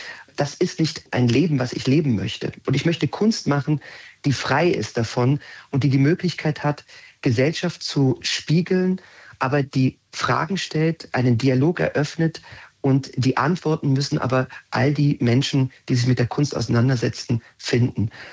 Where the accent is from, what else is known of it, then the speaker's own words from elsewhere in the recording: Magdeburg, Saxony-Anhalt, Germany; gerade ich als Magdeburger und Sachsen-Anhaltiner